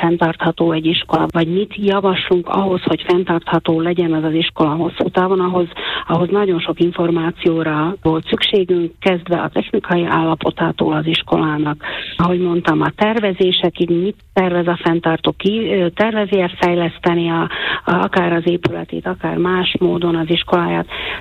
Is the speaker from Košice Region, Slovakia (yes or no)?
yes; Košice Region, Slovakia; én Bodrogközből származom